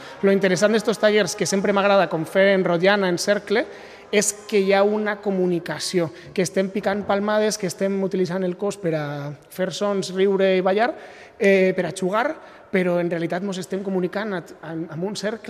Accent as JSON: {"language": "Catalan", "town": "Mascarell", "region": "Valencian Community", "country": "Spain", "said": "soc de Mascarell, que és un poblet molt petit a Castelló, a València."}